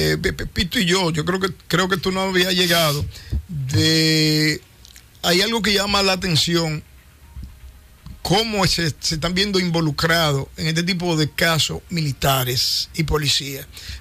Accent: Dominican Republic; Nosotros como dominicanos somos los más perjudicados.

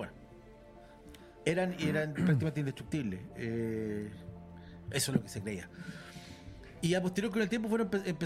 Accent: Chile

